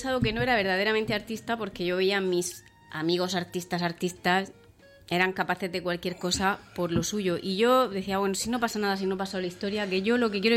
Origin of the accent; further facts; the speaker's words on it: Region of Murcia, Spain; somos murcianas, porque éramos tres compañeras de piso. Fuimos a decirle que éramos de Murcia.